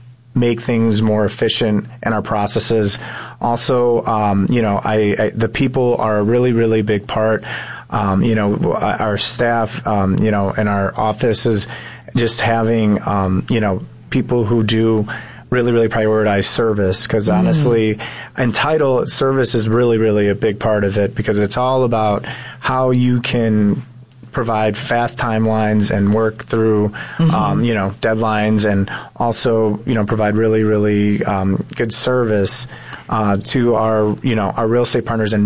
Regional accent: Chicago, Illinois, United States; Yes. One of seven children. You know, I grew up in the north side in the Jefferson Park area.

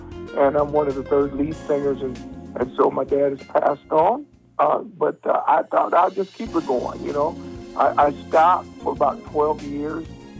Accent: Grand Rapids, Michigan, United States; I'm from Grand Rapids, and guess what? … lived right around the corner from me. I was raised up with him.

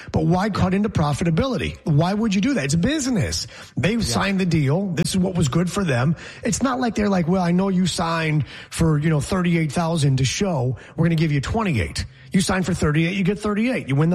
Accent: Geneva, New York, United States; When I buy that same drink in my hometown of Geneva, New York, it's $6.

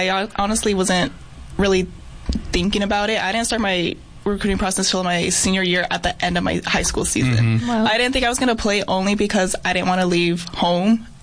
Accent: Las Cruces, New Mexico, United States; moved away as an adult; now in Yuma, United States; I'm from Las Cruces, New Mexico.

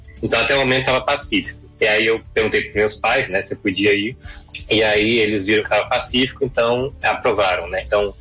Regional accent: Brasília, Federal District, Brazil; eu sou de Brasília mesmo, né?

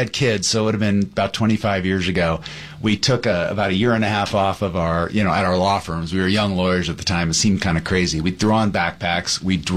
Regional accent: Diamond Bar, California, United States; now in Venice Beach, United States; I grew up in the San Gabriel Valley in Walnut Diamond Bar. Wow, okay. I'm Diamond Bar class of 92.

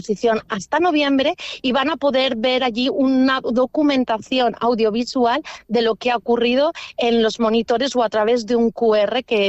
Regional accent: Xàtiva, Valencian Community, Spain; moved away; y la gran mayoría de ellas, 20 y pico mujeres, somos de Xàtiva.

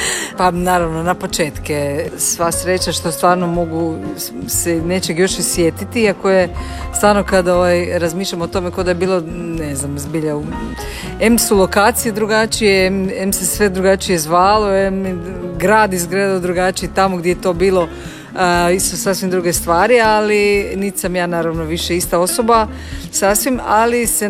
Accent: Koprivnica, Koprivnica-Križevci County, Croatia; Ja sam došla naravno iz Koprivnice s jednim velikim renomeom prvog glasa Koprivnice. To mislim da sam imala 17,5

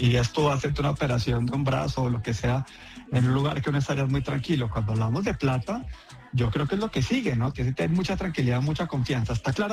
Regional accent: Colombia; creo que es un tema que tenemos que celebrar como colombianos

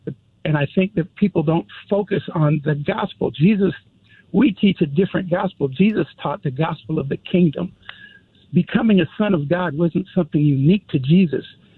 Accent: New York, United States; born there; I was born in New York.

